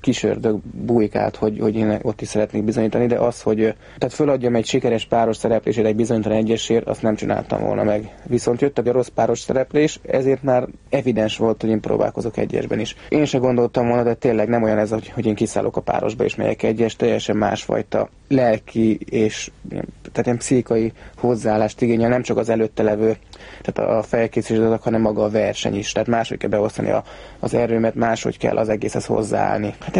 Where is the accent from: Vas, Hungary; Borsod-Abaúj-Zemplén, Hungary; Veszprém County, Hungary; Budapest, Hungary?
Budapest, Hungary; born there; Pesten születtem